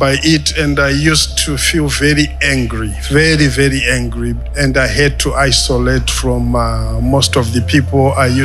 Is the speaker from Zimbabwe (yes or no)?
yes; Zimbabwe; now in United Kingdom; I am originally from Zimbabwe. I live in the UK.